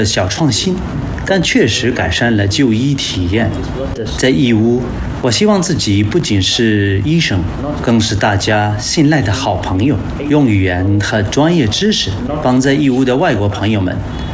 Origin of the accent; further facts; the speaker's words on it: Ibb, Yemen; Chinese is a second language; now in Yiwu, China; 我出生在也门南部的小城伊布，小时候啊，城里一直有中国医疗队。